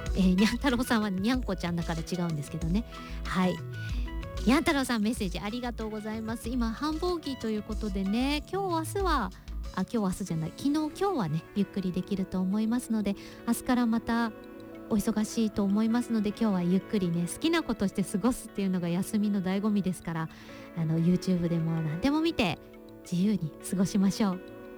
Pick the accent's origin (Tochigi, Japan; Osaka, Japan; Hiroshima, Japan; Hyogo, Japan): Tochigi, Japan; 僕は栃木県出身ですが、栃木県でも甲子園出場校が決定しました。